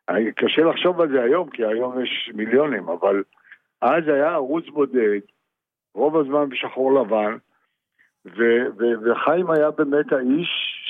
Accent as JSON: {"language": "Hebrew", "town": "Netanya", "region": "Central District", "country": "Israel", "said": "אני הייתי מנתניה."}